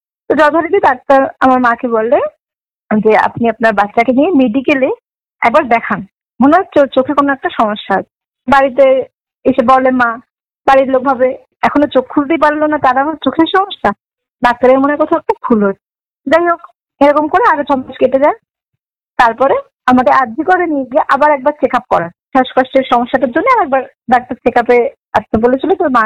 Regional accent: Panihati, West Bengal, India; born there; also born or lived in Kolkata; আমার বাড়ি হচ্ছে সত্যপুর পানিহাটি। যখন আমি জন্মগ্রহণ করেছিলাম তখন আমার বাড়ি ওটা ছিল, ফ্যামিলি ছিল জয়েন্ট ফ্যামিলি।

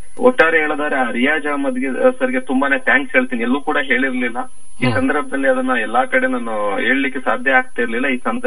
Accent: a small village in Hassan district, Karnataka, India; born there; ಅದರಲ್ಲೂ ಈ ತರ ಒಂದು ಹಾಸನ ಜಿಲ್ಲೆ ಒಂದು ಪುಟ್ಟ ಹಳ್ಳಿಯಿಂದ ಹುಟ್ಟಿದವರು ನಾವು

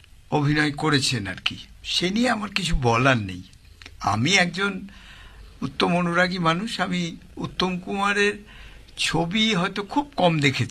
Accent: Baharampur, West Bengal, India; আমরাই ছোটবেলায় আমি তো বহরমপুরে থাকতাম

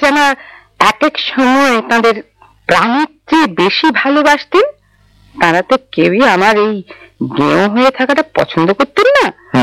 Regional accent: West Bengal, India; 24 পরগনার এক অজ পাড়ানো আমার বাড়ি ছিল, দাদা ছিলেন সেখানকার একটা প্রাথমিক স্কুলের শিক্ষক।

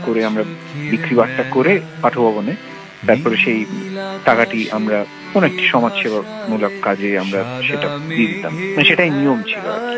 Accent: Santiniketan, West Bengal, India; আমার ছোটবেলা তো শান্তিনিকেতনে কেটেছে

